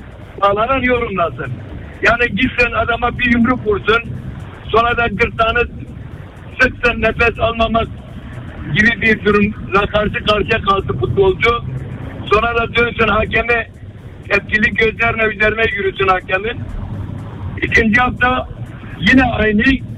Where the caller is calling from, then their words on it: Istanbul, Turkey; İstanbul'da arıyorum. … Beşiktaşlıyım.